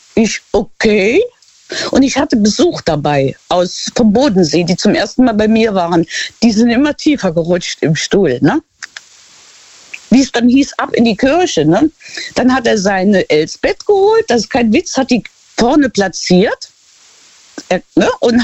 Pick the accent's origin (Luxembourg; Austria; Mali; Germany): Luxembourg; und dieses Gemeindekaffee heißt das bei uns in Luxemburg.